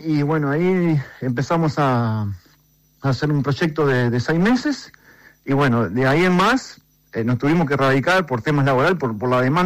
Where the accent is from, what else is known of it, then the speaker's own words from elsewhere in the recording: Mercedes, Soriano, Uruguay; born there; moved away as an adult; also born or lived in Montevideo, Uruguay; now in Conchillas, Uruguay; Yo soy nacido en Mercedes.